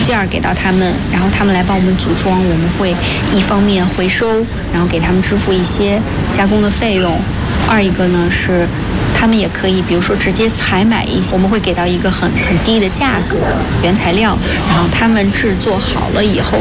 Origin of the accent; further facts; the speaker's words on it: China; 我们中国人讲究图必有意，意必吉祥